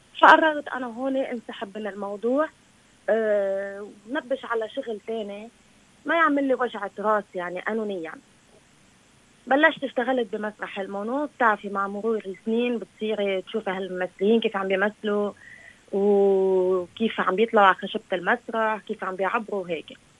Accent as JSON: {"language": "Arabic", "town": "Beirut", "region": "Beirut Governorate", "country": "Lebanon", "tie": "born or raised there", "said": "أنا أصلاً إذا أنا خلقت وربيت بالأشرفية. أنا إذا بتطلعيني على جوني يومين ثلاثة بحس حالي اختنقت لهالدرجة إنه أنا متعلقة بمنطقتي، متعلقة مطرح ما أنا ولدت وترعرعت لهالدرجة، معلقة بلبنان."}